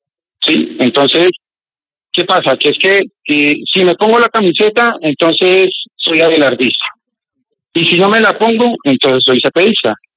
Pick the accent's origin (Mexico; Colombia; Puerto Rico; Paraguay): Colombia; yo como colombiano...